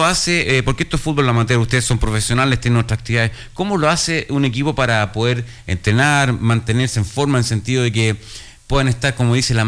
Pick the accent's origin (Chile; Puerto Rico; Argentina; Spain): Chile